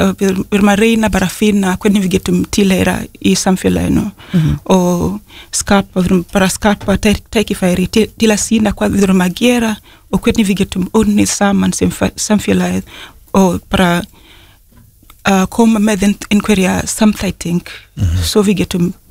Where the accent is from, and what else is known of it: Kenya; Icelandic is a second language; moved away as an adult; now in Iceland